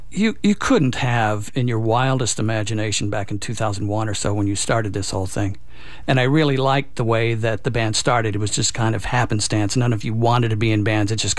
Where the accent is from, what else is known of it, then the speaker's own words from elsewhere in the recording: the South, United States; I'm from the South as well